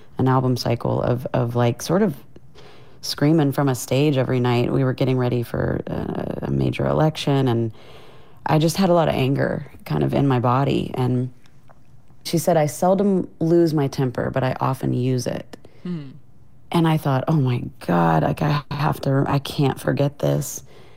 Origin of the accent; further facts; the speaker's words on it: Meridian, Mississippi, United States; this is a song I could have used when I was growing up in Meridian, Mississippi.